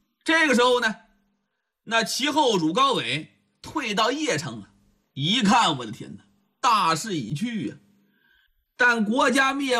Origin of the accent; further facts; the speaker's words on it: Heze, Shandong, China; 就在我们老家菏泽那么一带啊，巨野呀，鄄城啊